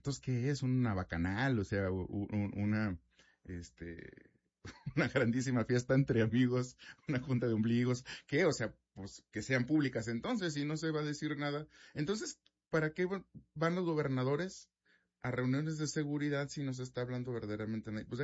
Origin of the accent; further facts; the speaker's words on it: Mexico; no sé si me va a incluir como mexicano